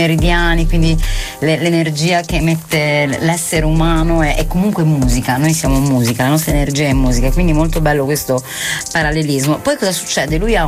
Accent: Bologna, Emilia-Romagna, Italy; che vengo da Bologna, dico grunge.

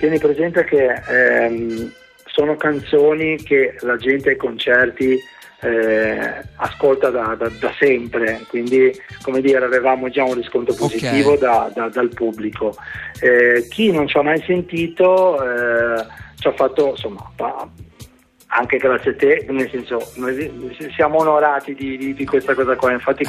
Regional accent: Liguria, Italy

